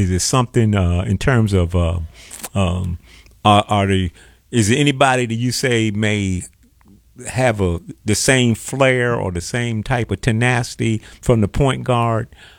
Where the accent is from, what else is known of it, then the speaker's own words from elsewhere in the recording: East Coast, United States; now in Chicago, United States; I mean, I'm from the East Coast. If you had told me I'd be in Chicago 40, almost 45 years plus.